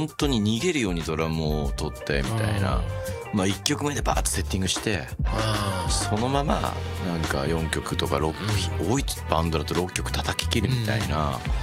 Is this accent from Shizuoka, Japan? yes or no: yes; Fujieda, Shizuoka, Japan; moved away; 地元 の静岡県 の藤枝市